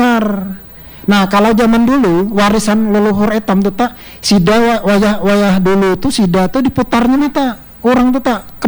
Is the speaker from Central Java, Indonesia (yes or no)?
no; East Kalimantan, Indonesia; Karena bahasa Kutai ini jati diri etam sebagai asli orang Kalimantan Timur.